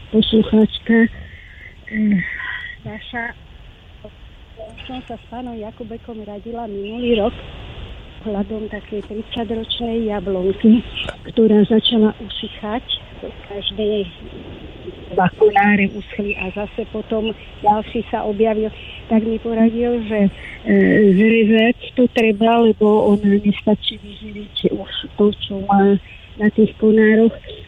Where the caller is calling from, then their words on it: Stará Turá, Trenčín Region, Slovakia; ja som zo Starej Turej.